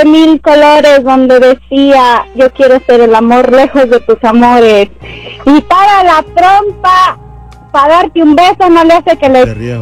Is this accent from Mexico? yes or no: yes; Guanajuato, Mexico; Conozco, soy de Guanajuato y solamente conozco lo que es Salvatierra, Cámbaro y Celaya, nada más hasta ahí.